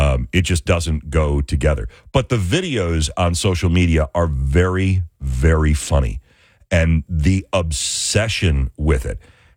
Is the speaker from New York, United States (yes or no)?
yes; Buffalo, New York, United States; I grew up in the Buffalo area